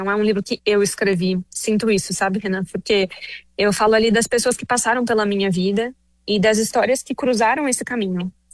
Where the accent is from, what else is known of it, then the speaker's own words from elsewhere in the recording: Brazil; eu acho que é preciso ler Laços de Família, da Clarice Lispector, porque somos brasileiros.